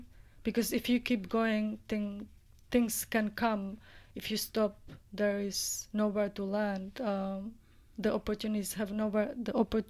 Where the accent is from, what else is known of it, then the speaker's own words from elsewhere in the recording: Moravia, Czechia; born there; English is a second language; It's I was born in Moravia, which is part of the Czech Republic, or the former Czechoslovakia, as some might remember.